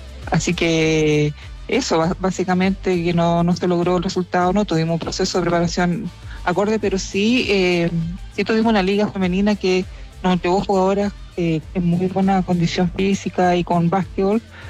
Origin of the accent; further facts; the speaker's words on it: Santiago, Santiago Metropolitan Region, Chile; No, soy de Santiago.